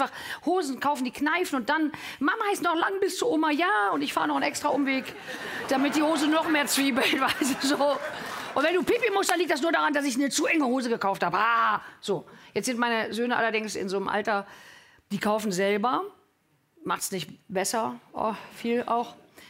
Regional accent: Cologne, North Rhine-Westphalia, Germany; Ich komme aus Köln

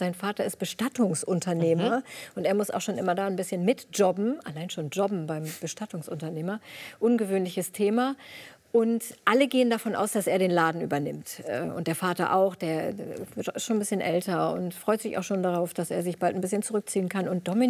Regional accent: Braunschweig, Lower Saxony, Germany; Das spielt in der niedersächsischen Provinz, so ein bisschen in der Nähe, wo ich herkomme, Braunschweig, so Zonenrandgebiet, im August.

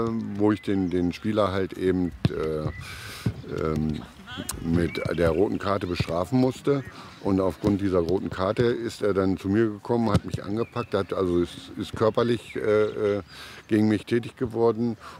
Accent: Wiedensahl, Lower Saxony, Germany; Da ich gesagt habe, ich komme aus Wiedensaal

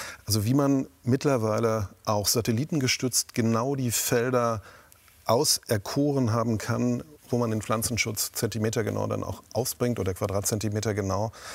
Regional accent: East Germany, Germany; Ich bin selber in der DDR groß geworden. Ich war 15, als die Mauer fiel.

